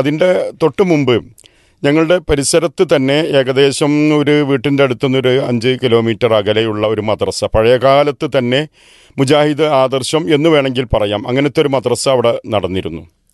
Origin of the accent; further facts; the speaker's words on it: Maranchery, Kerala, India; 64 പൂർത്തിയായി കഴിഞ്ഞു. 1962 ജനനം. അന്നൊരു മാറഞ്ചേരിയിലെ താമലശ്ശേരി എന്ന് പറയുന്ന ഒരു ഏരിയ, ഒരു കുഗ്രാമം എന്ന് പറയാം, അവിടെയാണ് എൻ്റെ ജനനം.